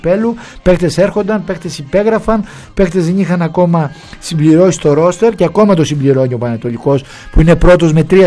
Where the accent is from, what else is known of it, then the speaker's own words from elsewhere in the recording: Vervena, Peloponnese, Greece; εμείς οι εκ των βερβαίνων ορμόμενοι